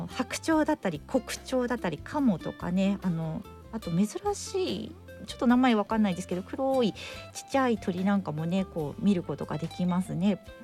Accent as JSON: {"language": "Japanese", "region": "Nagasaki", "country": "Japan", "tie": "born or raised there", "said": "まあ、私は出身が長崎なのでね"}